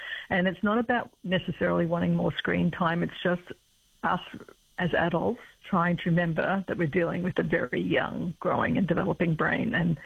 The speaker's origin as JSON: {"language": "English", "town": "Nanango", "region": "Queensland", "country": "Australia", "tie": "born or raised there", "lives_now": "Brisbane, Australia", "said": "Yes, I was raised in Nanango. I now live in Brisbane."}